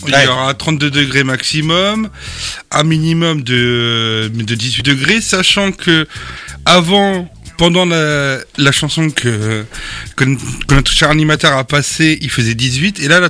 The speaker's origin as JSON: {"language": "French", "region": "Normandy", "country": "France", "said": "on est de Normand, on râle quand il fait moche et on râle quand il fait beau."}